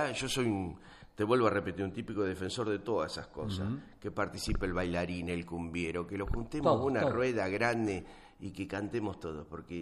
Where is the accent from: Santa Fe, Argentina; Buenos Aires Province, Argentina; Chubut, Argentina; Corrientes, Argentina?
Buenos Aires Province, Argentina; Nueva Plata; yo soy nativo de Nueva Plata, mis raíces son de Nueva Plata.